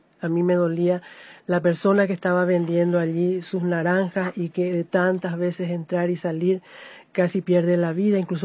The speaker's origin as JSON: {"language": "Spanish", "town": "Trinidad", "region": "Beni", "country": "Bolivia", "tie": "born there", "said": "porque yo nací en Trinidad, al igual que las personas que están acá. Nosotros somos trinidenses de alma, corazón y vida."}